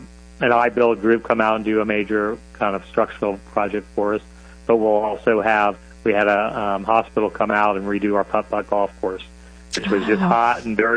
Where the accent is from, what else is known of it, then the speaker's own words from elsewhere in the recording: Florida, United States; I'm born and raised in Central Florida